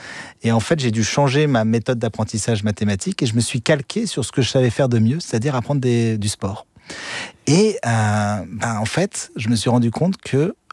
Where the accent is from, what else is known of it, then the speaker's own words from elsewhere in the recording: Fréjus, Provence-Alpes-Côte d'Azur, France; j'ai un moment Eureka en me baignant, en nageant dans la plage de mon enfance à Fréjus.